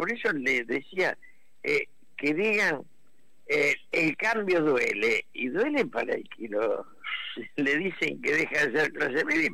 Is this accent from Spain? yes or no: no; Argentina